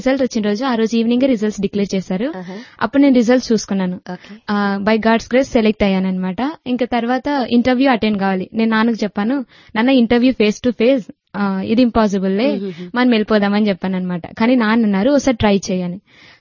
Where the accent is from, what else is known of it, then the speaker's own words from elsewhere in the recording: Andhra Pradesh, India; moved away as an adult; మాది అనంతపూర్ పక్కన ఒక పల్లెటూరు, అక్కడ నుంచి ఫస్ట్ సిటీకి రావడం ఫస్ట్ టైం.